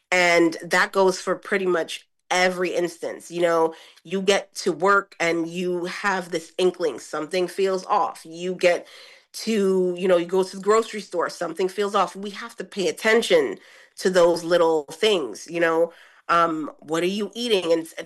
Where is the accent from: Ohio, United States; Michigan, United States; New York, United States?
New York, United States; Brooklyn; moved away as an adult; now in New Jersey, United States